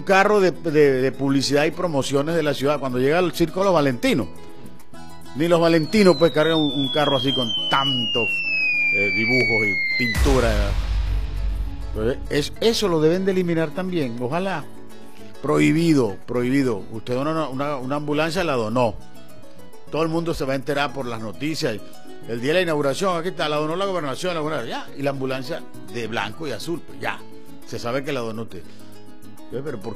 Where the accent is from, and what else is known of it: Venezuela